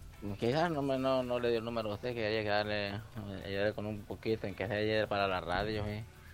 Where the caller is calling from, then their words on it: San Francisco Gotera, Morazán, El Salvador; De aquí de Colonia Las Flores de Gotera, aquí, Polilingo.